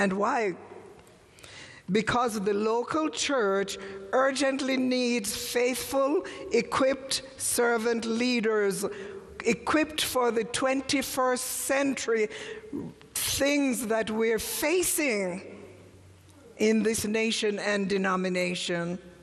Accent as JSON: {"language": "English", "region": "England", "country": "United Kingdom", "tie": "born or raised there", "also_born_or_lived": "Jamaica", "moved": "yes", "lives_now": "United States", "said": "I was born in Jamaica, raised in England, lived most of my life in America"}